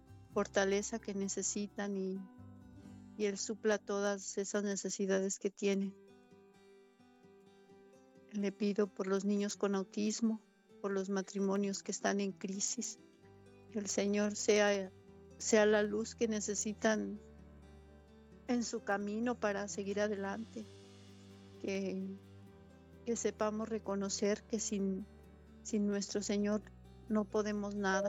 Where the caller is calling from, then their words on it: Aguascalientes, Mexico; hablo de Aguascalientes.